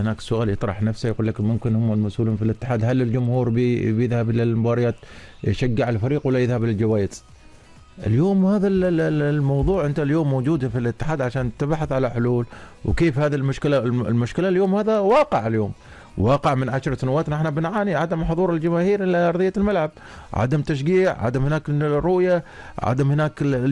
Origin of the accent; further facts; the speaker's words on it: Oman; نحن نستمتع فيه كعمانيين